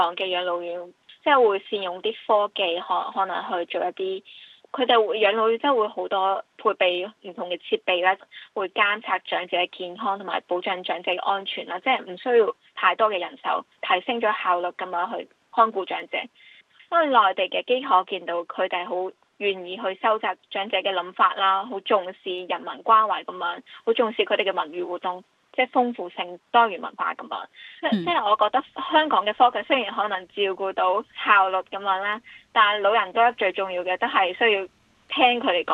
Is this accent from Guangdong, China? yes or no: yes; Shenzhen, Guangdong, China; moved away; also born or lived in Hong Kong; 因为我本身小时候就是深圳那边的，后面先来了香港，所以我的普通话和粤语都是 OK，